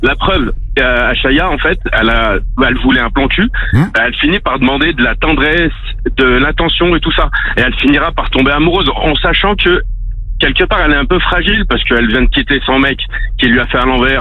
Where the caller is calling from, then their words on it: Lyon, Auvergne-Rhône-Alpes, France; je suis à Lyon